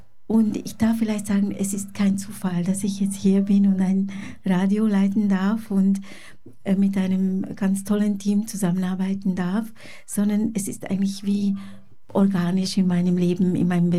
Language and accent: German; Switzerland; born there; also born or lived in Hungary; Ich bin gebürtige Ungarin, in Ungarn geboren und kam dann als kleines Kind in die Schweiz. Und ich bin eigentlich ungarisch-schweizerische Doppelbürgerin.